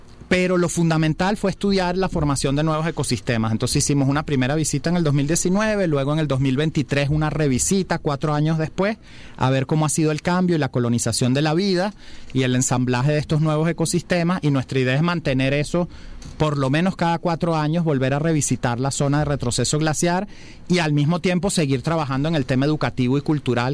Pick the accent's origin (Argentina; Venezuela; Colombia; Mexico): Venezuela; la mayoría de los venezolanos que visitamos las zonas de alta montaña lo hacemos como turistas.